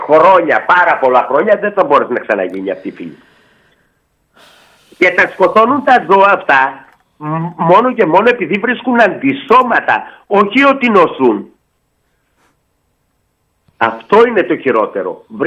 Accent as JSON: {"language": "Greek", "town": "Neos Skopos", "region": "Central Macedonia", "country": "Greece", "tie": "born or raised there", "said": "Εγώ βλέπω εδώ στο χωριό μου, που ήταν ένα πολύ μεγάλο χωριό, γύρω στις 3.000."}